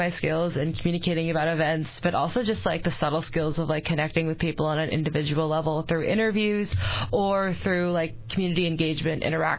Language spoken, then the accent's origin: English; Kansas City, United States; moved away as an adult; also born or lived in Sitka / St. Louis; now in Bethel, United States; I'm from Kansas City.